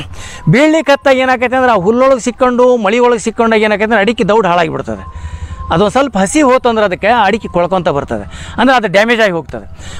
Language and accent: Kannada; Karnataka, India; ನಮ್ಮೂರು ಚಿಕ್ಕಮಸಿ ಹೊಸೂರು ಅಂತೇಳಿ